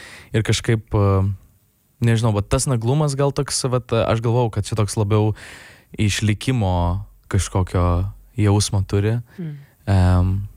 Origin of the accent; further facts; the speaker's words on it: Kaunas, Kaunas County, Lithuania; aš kadangi augau Dainavoj, tai ten toks, nu, mano vaikystai, tai ten būdavo ką veikti, nu, tipo, nebuvo ten labai saugu, kad ten galėtum visą laiką ten vienas kažkaip visur lakstyt.